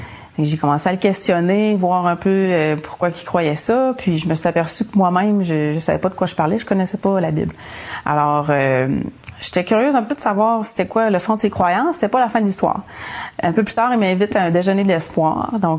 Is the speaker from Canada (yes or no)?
yes; Saint-Félicien, Quebec, Canada; Moi, j'ai grandi au Lac-Saint-Jean, Saint-Félicien. Je suis la plus jeune d'une famille de 5 enfants. Et puis, c'est une famille typiquement québécoise, normale, avec des bons parents. Mes parents m'ont toujours amené à l'église catholique pour la messe quand j'étais petite.